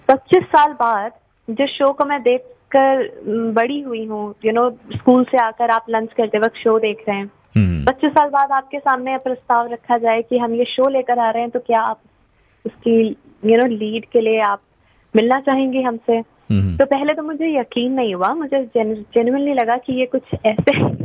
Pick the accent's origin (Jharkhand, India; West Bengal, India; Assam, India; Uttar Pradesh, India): Uttar Pradesh, India; Lucknow; moved away as an adult; now in Mumbai, India; मैं रहने वाली लखनऊ, उत्तर प्रदेश की हूँ।